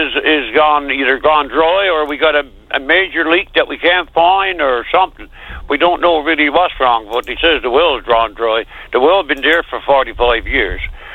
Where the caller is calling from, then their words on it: New Harbour, Newfoundland and Labrador, Canada; I'm calling you from New Harbor here on Thorns Road.